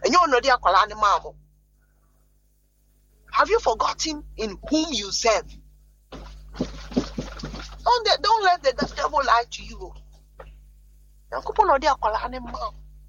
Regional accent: Nigeria; I'm from Nigeria.

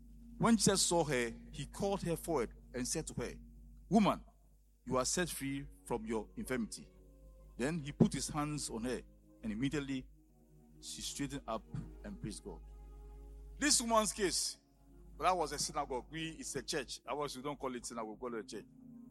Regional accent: Etibi, Ghana; were bringing me from my hometown, Etibi, to Accra.

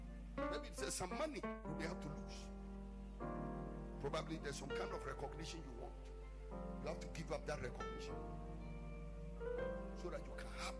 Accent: Upper East, Ghana; Nobody likes us or respects us in this Ghana. When you say I come from Upper East Region or I'm going to Upper East Region, they say, hey!

